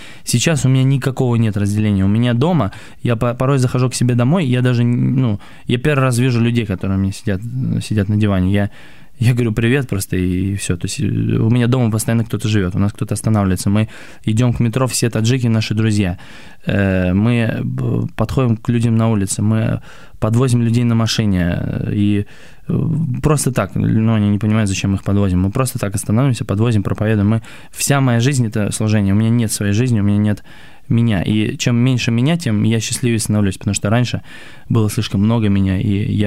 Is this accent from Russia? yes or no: no; Yalta, Crimea, Ukraine; moved away; я просто все детство я провел в Ялте